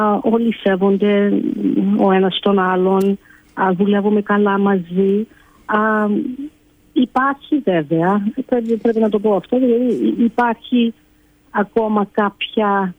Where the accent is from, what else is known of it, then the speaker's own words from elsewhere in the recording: Karpathos, South Aegean, Greece; also born or lived in Athens; όσο μεγάλωσα στο νησί, στη Κάρπατο και μετά στην Αθήνα